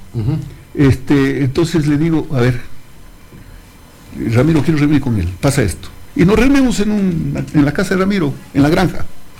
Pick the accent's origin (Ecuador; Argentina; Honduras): Ecuador; Loja; Porque yo soy, pues, te me comprende. De Tierra Caliente, la frontera de mi provincia es Zapotillo, Macará, claro. Mangaburco.